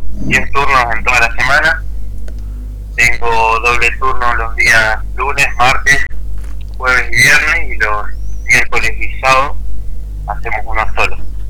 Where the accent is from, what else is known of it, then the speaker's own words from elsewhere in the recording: Santa Fe, Argentina; also born or lived in Alejandra; Yo estoy acá de Santa Fe, tengo familia en Alejandra